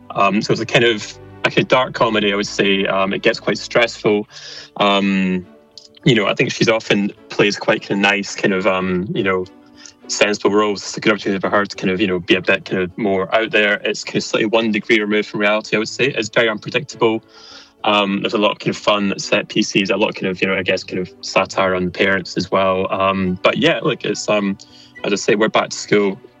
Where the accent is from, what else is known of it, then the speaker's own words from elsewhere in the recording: Glasgow, Scotland, United Kingdom; I'm from Glasgow